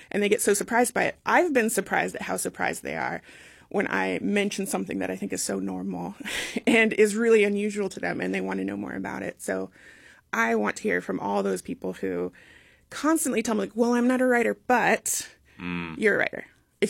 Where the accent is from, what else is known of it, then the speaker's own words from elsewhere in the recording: Alaska, United States; now in Juneau, United States; I'm Tlingit and Dena'ina. I was born in Craig on Prince of Wales Island, but as my dad was a state trooper, we moved pretty much every year. So I grew up literally all over Alaska. So Alaska is my home.